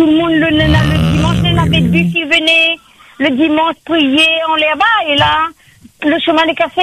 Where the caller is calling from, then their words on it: Saint-Pierre, Réunion; J'habite pas Petite-Île, j'habite sur Saint-Pierre.